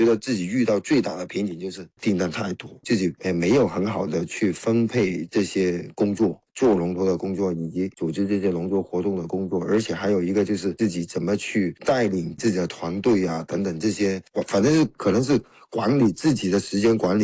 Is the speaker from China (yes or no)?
yes; China